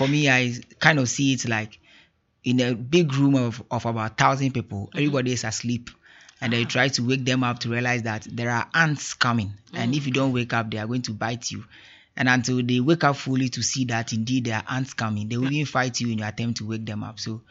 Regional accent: Ghana

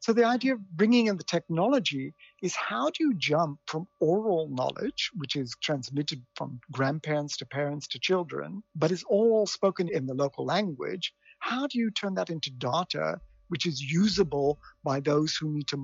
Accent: South Africa; I'm South African

